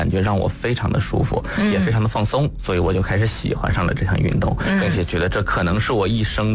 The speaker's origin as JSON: {"language": "Chinese", "town": "Dalian", "region": "Liaoning", "country": "China", "tie": "born or raised there", "said": "因为我是大连人，从小生活在海边，从小看着海长大，所以对大海有一个天生的热爱。"}